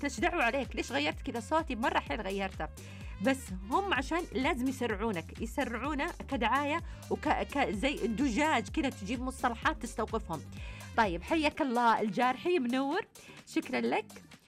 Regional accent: Saudi Arabia; عندنا في السعودية

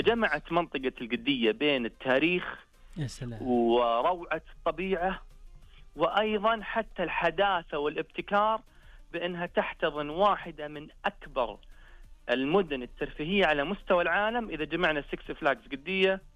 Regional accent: Saudi Arabia; now in Riyadh, Saudi Arabia; هذه هي ديرتنا فعلا.

